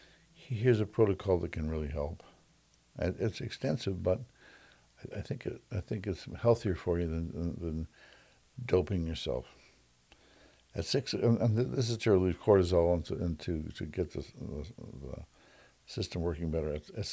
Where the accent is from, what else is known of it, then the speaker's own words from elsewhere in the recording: Midwest, United States; I grew up in the Midwest.